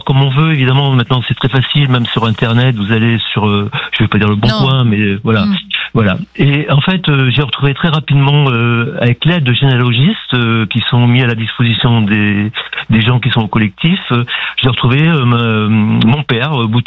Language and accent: French; Nouvelle-Aquitaine, France; ça m'a permis de trouver d'où je venais, d'un petit village de la Dordogne.